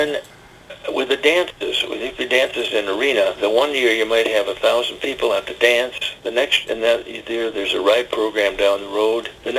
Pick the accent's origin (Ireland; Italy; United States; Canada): Canada; the way we Canadians say words and the way Americans do.